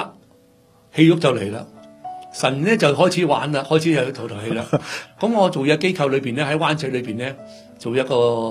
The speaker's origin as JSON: {"language": "Cantonese", "country": "China", "said": "点解大家有个中国人嘅社会，点解你基督西方文化点解入侵我中国人嘅思想？"}